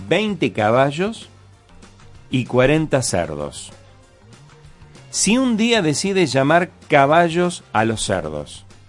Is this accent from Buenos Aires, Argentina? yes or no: no; Santa Fe, Argentina; nos representa como santafesinos